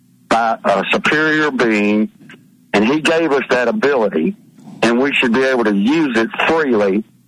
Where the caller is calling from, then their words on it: Mississippi, United States; from Mississippi.